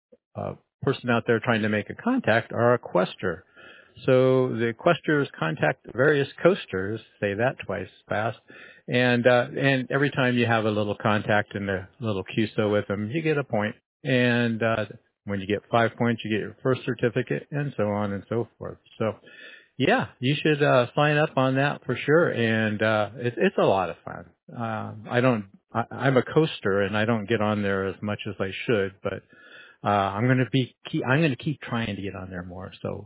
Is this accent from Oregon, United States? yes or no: yes; Oregon, United States; moved away as an adult; also born or lived in Houston; now in New York, United States; I'm from Oregon, born, raised there, worked there for, a good 30, 40 years, and then moved to Houston, and then from Houston to New York.